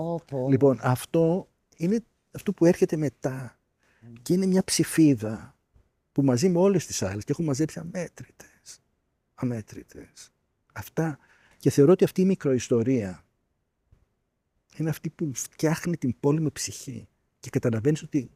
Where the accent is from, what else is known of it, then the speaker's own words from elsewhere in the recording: Athens, Attica, Greece; Όπως είπα στην αρχή της συνομιλίας μας, μεγάλωσα στην Πατησίων.